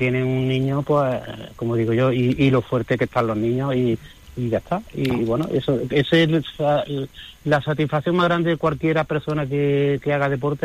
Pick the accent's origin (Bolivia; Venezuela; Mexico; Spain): Spain; Villanueva de Córdoba, Andalusia; yo tiro para mi pueblo. El ciclismo Jarote